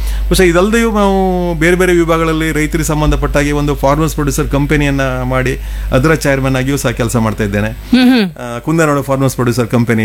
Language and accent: Kannada; Udupi district, Karnataka, India